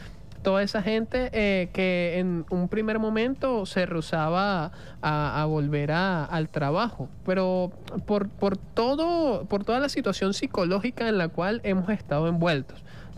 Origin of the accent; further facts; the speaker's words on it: Venezuela; del humanismo de nosotros como venezolanos